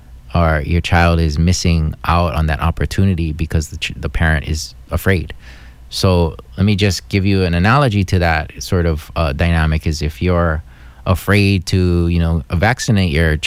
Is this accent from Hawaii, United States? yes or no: yes; Hawaii, United States; At least I do, as a Hawaiian person.